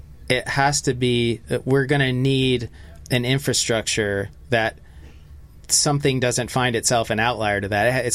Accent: Kenosha, Wisconsin, United States; also born or lived in North Chicago, United States; I was born in Kenosha, Wisconsin, raised here, and then moved across the state line, went to high school in North Chicago, Illinois

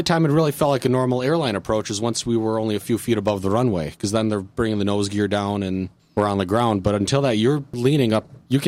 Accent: Oshkosh, Wisconsin, United States; I was born here. I grew up here in Oshkosh, still live here today.

